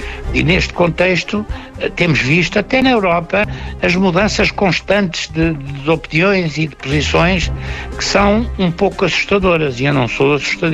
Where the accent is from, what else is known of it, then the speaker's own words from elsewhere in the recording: Portugal; Somos nós portugueses, somos os descendentes de Afonso de Albuquerque